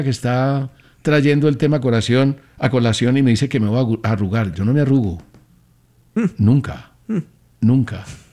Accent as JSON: {"language": "Spanish", "country": "Colombia", "said": "No, lo lamento como colombiano"}